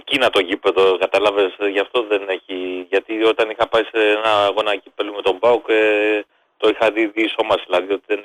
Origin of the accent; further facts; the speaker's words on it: Kalamata, Peloponnese, Greece; Εγώ θέλω να πάω και λίγο στις πιο, δηλαδή σε επαρχιακές ομάδες, γιατί κατάγομαι από την Καλαμάτα.